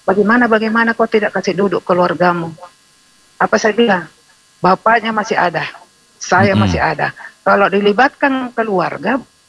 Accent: South Sulawesi, Indonesia; kita orang Bugis Makassar ya.

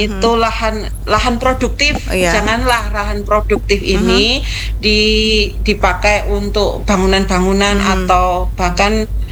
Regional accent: Java, Indonesia; saya itu orang Jawa

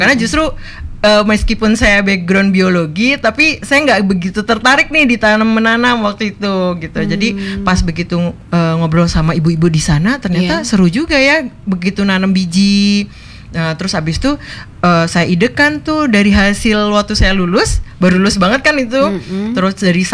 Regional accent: Kebumen, Central Java, Indonesia; now in Lembang, Indonesia; sebenarnya saya orang Jawa Tengah.

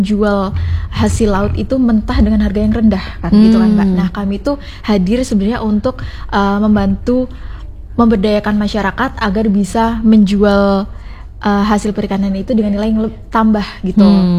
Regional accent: Loleo, Maluku, Indonesia; Malah justru di desa kami, baik Loleo ataupun Salobera, sebenarnya lebih ke Loleo, itu memang mayoritas masyarakat di sana itu mata pencariannya nelayan.

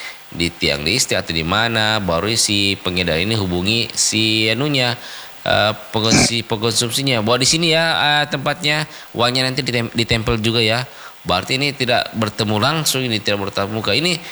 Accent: South Sulawesi, Indonesia; kita sebagai Bugis, suku Bugis Makassar ini.

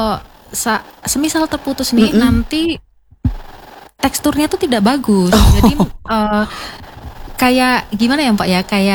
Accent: Central Java, Indonesia; now in Manokwari, Indonesia; Saya malah dari Jawa Tengah.

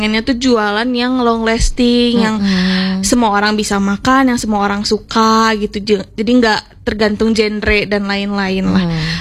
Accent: Bandung, West Java, Indonesia; saya mah orang Bandung sebenarnya, suami yang orang Sumedang.

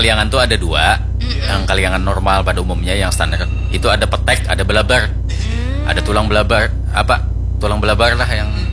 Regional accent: South Kalimantan, Indonesia; Sedangkan kalangan kita orang Banjar ini

